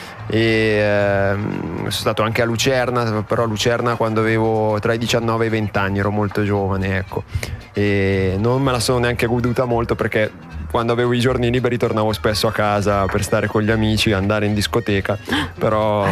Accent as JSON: {"language": "Italian", "town": "Cardano al Campo", "region": "Lombardy", "country": "Italy", "tie": "born or raised there", "also_born_or_lived": "Varese", "moved": "yes", "said": "io sono italiano, nato a Varese, cresciuto a Cardano al Campo, che è una città, però è un piccolo paese della provincia di Varese."}